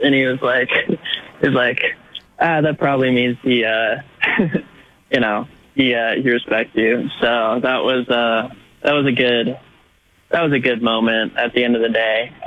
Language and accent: English; the Bay Area, California, United States; moved away; And I'm from the Bay originally, so, you know, there's ties there.